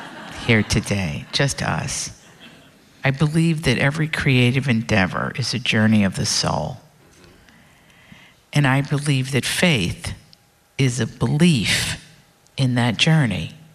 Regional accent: Appalachia, United States; I really believe in people. I'm from Appalachia. Even when people didn't like us, I found a way to like them, to communicate.

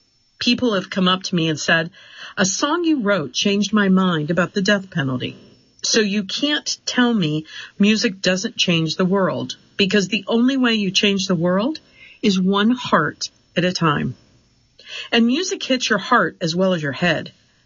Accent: Jefferson City, Missouri, United States; When I was growing up in Jefferson City, Missouri, after school, my younger brother and I played basketball in the driveway until the sun went down

